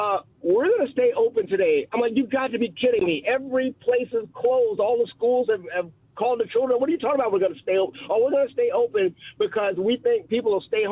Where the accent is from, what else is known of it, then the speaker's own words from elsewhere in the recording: Jersey City, New Jersey, United States; I am originally from Jersey City, New Jersey, just across the Hudson River.